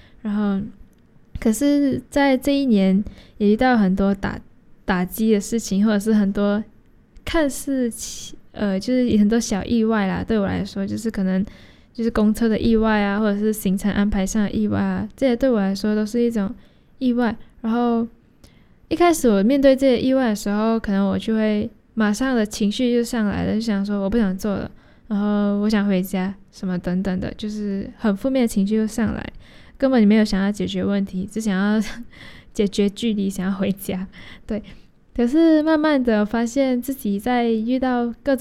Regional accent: Malaysia; moved away as an adult; now in Taiwan; 我说对啊，我来自马来西亚。

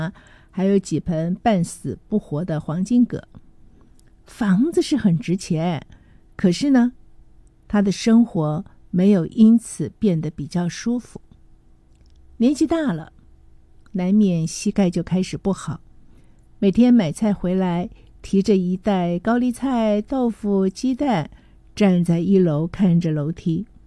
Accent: Taipei, Taiwan; 我想我们都是台北人啊。

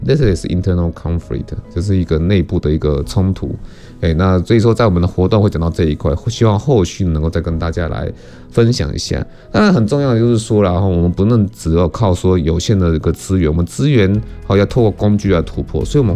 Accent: Taiwan; 我们台湾没有疟蚊

